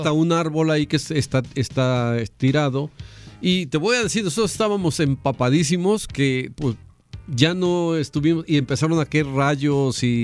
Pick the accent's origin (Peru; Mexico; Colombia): Mexico; Xico, Veracruz; Ya próximamente vamos a hablar de mi pueblo